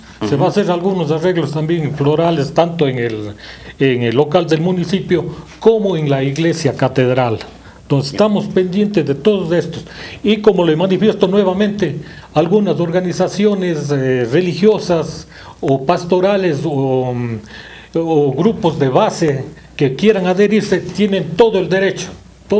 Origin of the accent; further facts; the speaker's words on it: Biblián, Cañar, Ecuador; moved away as an adult; now in Azogues, Ecuador; como biblianense que soy, vivo en Azogues algunas décadas, pero sigo siendo de Biblián.